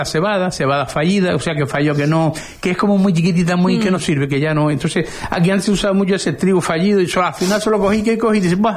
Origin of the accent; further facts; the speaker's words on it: Arrecife, Canary Islands, Spain; also born or lived in La Tiñosa; Porque yo empecé desde niño viviendo, vine, me trasladé de La Tiñosa de Arrecife, y creo que tengo, por lo menos yo mismo me tengo un compromiso moral con Arrecife.